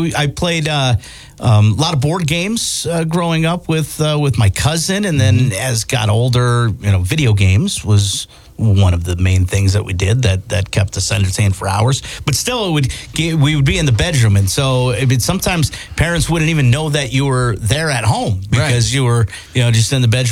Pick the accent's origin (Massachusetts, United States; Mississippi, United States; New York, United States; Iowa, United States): New York, United States; Buffalo; I grew up in Buffalo, so we would play street hockey.